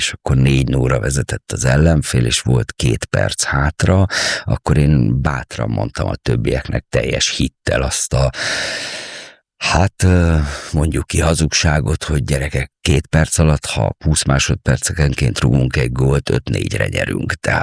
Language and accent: Hungarian; Târgu Mureș, Mureș County, Romania; moved away; also born or lived in Miskolc; ez 80-as évek, Marosvásárhely, Románia, én Erdélyben születtem, Marosvásárhelyen